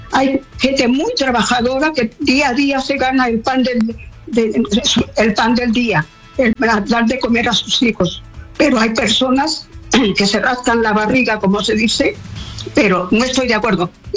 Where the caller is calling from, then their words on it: Peru; en nuestro Perú